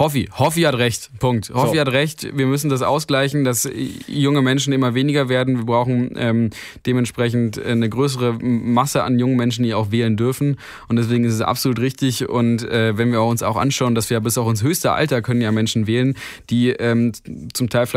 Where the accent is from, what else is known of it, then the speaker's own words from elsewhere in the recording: Baden-Württemberg, Germany; Also ich komme jetzt aus Baden-Württemberg